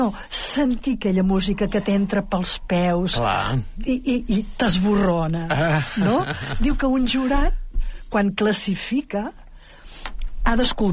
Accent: La Gornal, Catalonia, Spain; moved away as an adult; now in El Vendrell, Spain; jo soc de la Gornal

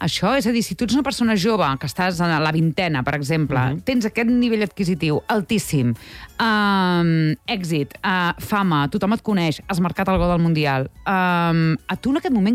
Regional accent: Catalonia, Spain; som molt catalans a casa

